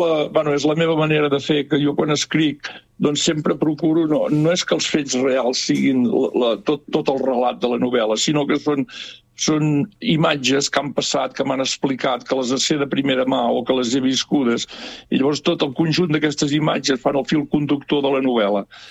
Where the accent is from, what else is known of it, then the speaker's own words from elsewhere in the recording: Sant Joan de les Abadeses, Catalonia, Spain; Vaig néixer a la Roca, soc fill de Sant Joan de les Abadeses, tu ja ho saps, però pels que no ho sàpiguen, soc fill de Sant Joan de les Abadeses. I des de la Roca, que és una casa de pagès que està entre Sant Joan i el Ripoll